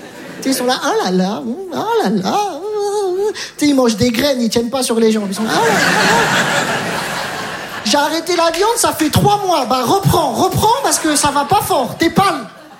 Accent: Metz, Grand Est, France; Je viens de Metz, j'ai tout abandonné.

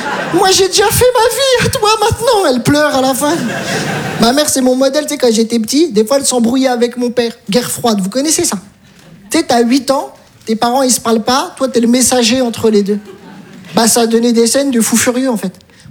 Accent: Metz, Grand Est, France; C'est un rêve pour moi de faire de la scène. Je viens de Metz, j'ai tout abandonné.

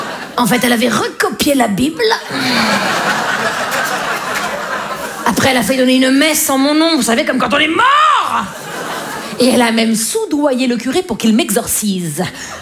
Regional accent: Grand Est, France; accent: Vosgien

